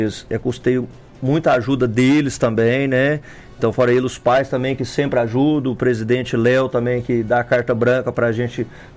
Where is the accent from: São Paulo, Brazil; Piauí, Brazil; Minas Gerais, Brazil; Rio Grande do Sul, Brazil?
Minas Gerais, Brazil; Abaeté; moved away as an adult; now in Pompéu, Brazil; eu sou de Abaeté